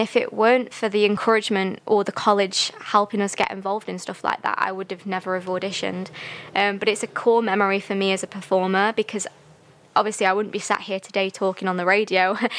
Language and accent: English; Stoke-on-Trent, West Midlands, United Kingdom; Like, I'm from Stoke, obviously, but there's people from Manchester, and it's the Manchester Culture Awards. So in my head, I was thinking, right, I'm a Stoke person